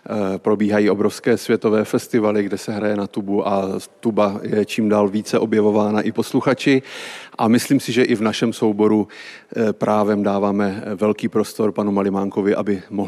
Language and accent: Czech; Kroměříž, Zlín Region, Czechia; my dva tady v souboru jsme vlastně také Hanáci, já pocházím z Kroměříže a kolega Moďka z Litovle